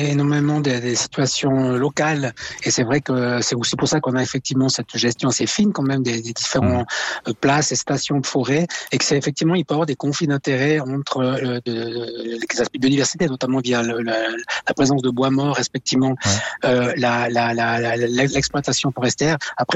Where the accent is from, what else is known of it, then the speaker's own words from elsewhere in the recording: Valais, Switzerland; un souci que j'ai aussi en tant que Valaisan